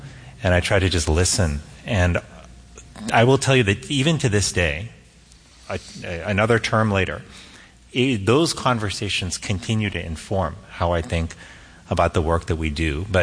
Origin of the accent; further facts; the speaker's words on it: Miami, Florida, United States; Miami, Florida, which is where I grew up, although I must tell you, so many times when people realize that I was born in Miami and brought up in Miami, they say, you don't really look like someone who's from Miami.